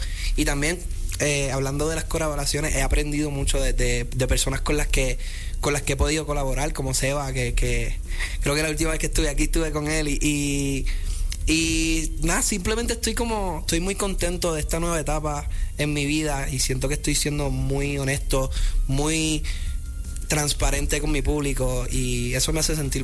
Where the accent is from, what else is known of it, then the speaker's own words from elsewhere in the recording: Carolina, Puerto Rico; siempre está ese ADN de boricua y ese flow de que soy de Carolina